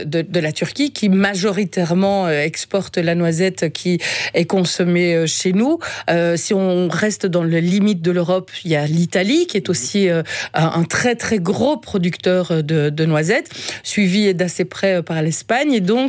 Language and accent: French; Belgium; chez nous en Belgique et particulièrement en Wallonie.